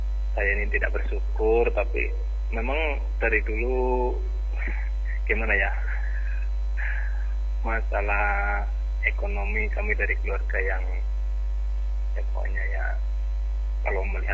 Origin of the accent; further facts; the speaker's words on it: Java, Indonesia; moved away; di kampung saya di Jawa